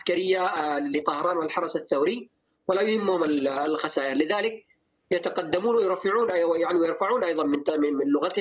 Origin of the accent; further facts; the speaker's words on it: Yemen; وما نحن نؤمن به كيمنيين ومتأكدين منه كذلك